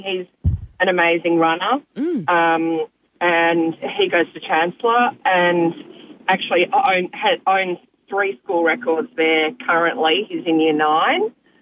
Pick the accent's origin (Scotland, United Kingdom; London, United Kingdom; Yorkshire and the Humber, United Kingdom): Yorkshire and the Humber, United Kingdom; Ilkley; I'm from Ilkley.